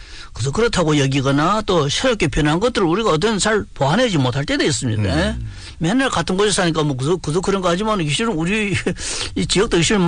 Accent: Longjing, Jilin, China; 저는 고향이 용정인데 제가 태어나서부터 대학 입학생까지 줄고 살았던 집이 그 20여 년 전에 도로건설 용지에 포함돼서 그 증용되면서 그때 그 바로 부모님들 연길로 이사를 오게 됐습니다.

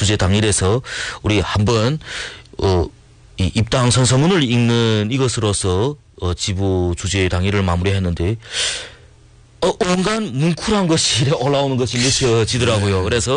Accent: Yanji, Jilin, China; 우리 고향 연결시에도 많은 유람객들이 올 것이 뻔합니다.

